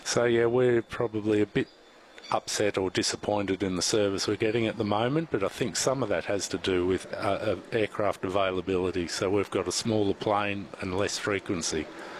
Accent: Victoria, Australia; moved away as an adult; 92, got sick of growing up in Victoria and had enough cold weather to last a lifetime, so came up here with my wife, 1 3/4 children, and haven't left.

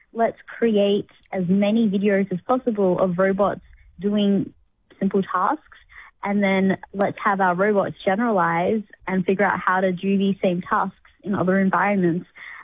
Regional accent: Cairns, Queensland, Australia; moved away as an adult; now in San Francisco, United States; when I was growing up in Cairns, far north Queensland

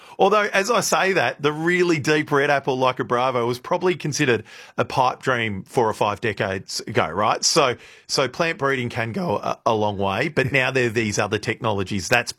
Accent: Shepparton, Victoria, Australia; and I'm not saying this just because it's my hometown, Shepparton, the secondary college in Shepparton, the public school in the middle of a regional city.

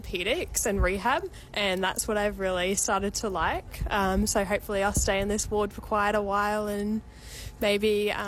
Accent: Mackay, Queensland, Australia; So I'm from Mackay originally. I did all my studies here, and now I've got a job here. It's really nice to come and, like, give back to the community where I've grown up in my whole life.

